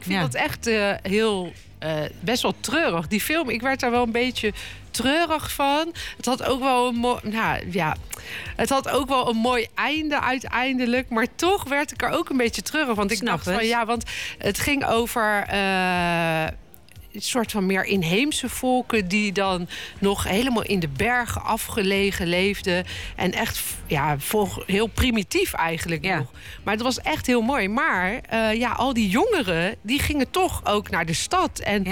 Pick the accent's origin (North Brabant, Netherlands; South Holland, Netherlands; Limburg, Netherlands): South Holland, Netherlands; The Hague; Wij komen allebei uit Den Haag.